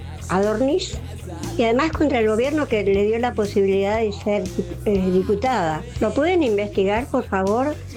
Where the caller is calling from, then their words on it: Buenos Aires, Argentina; de Villa Crespo